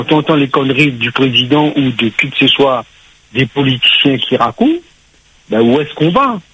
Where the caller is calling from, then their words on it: Saint-André, Réunion; moi j'habite à Saint-André